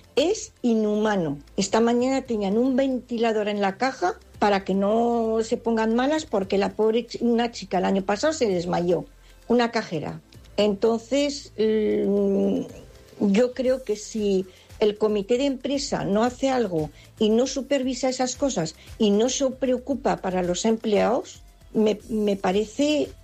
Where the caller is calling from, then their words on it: Zaragoza, Aragon, Spain; de Zaragoza.